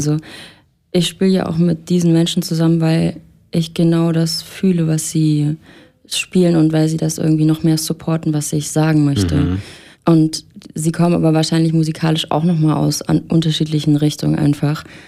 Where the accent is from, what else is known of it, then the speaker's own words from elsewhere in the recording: Erfurt, Thuringia, Germany; now in Leipzig, Germany; ganz ursprünglich komme ich aus Erfurt, aber ich wohne jetzt in Leipzig.